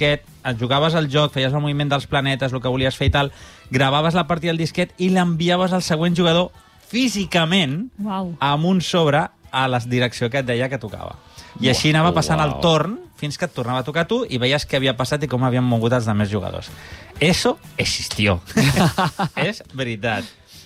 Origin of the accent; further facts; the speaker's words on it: Catalonia, Spain; Però com que som els catalans